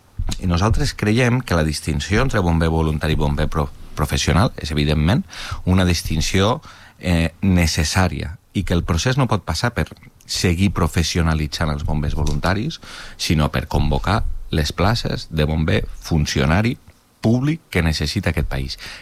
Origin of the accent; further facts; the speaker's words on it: Catalonia, Spain; now in Molins de Rei, Spain; al costat del meu poble de tota la vida, a Biosca, a Torà